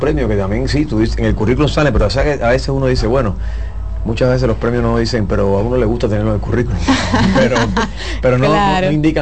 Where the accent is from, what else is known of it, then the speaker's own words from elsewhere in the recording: Cuba; now in Dominican Republic; un cubano dominicano.